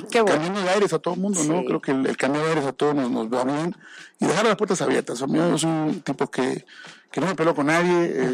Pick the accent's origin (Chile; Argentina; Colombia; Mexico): Mexico; Somos fiesteros y eso es … realmente somos mexicanos